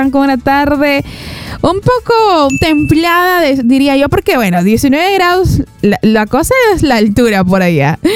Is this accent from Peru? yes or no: yes; Peru; siempre te preguntan, o siempre dicen, ¿de dónde eres? De Perú.